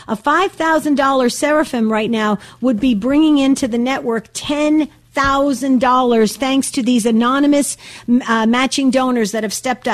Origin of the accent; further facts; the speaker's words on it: New Jersey, United States; I grew up in New Jersey.